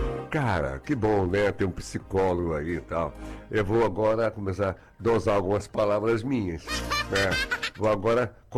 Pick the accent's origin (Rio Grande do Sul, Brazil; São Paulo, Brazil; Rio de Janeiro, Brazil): Rio de Janeiro, Brazil; Deixa eu ver. Eu sou do Rio de Janeiro.